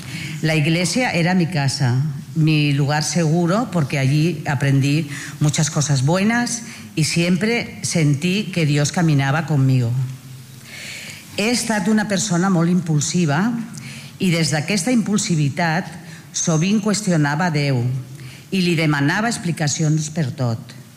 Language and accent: Spanish; Barcelona, Catalonia, Spain; Soy de Barcelona. Qué alegría compartir con usted.